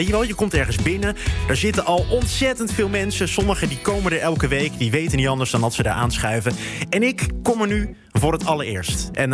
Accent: Zoetermeer, South Holland, Netherlands; moved away as an adult; also born or lived in Rotterdam; now in Brabant, Netherlands; Eigenlijk ben ik geen Rotterdammer, een soort verlepte Haagenees. Ik kom uit Zoetermeer, daar opgegroeid en daarna naar school gegaan. Maar ik ben verliefd geworden op de stad Rotterdam de afgelopen jaren. Hier naar school geweest, alles ontdekt wat ik te gek vind. En nu studeer ik in Brabant.

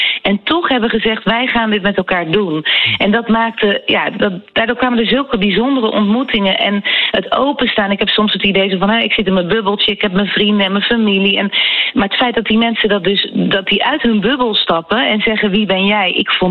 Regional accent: Schiedam, South Holland, Netherlands; ik ben opgegroeid in de Westlander in Schiedam, en die wonen allemaal daar in die straten daaromheen. Dus ik kom er nog best vaak.

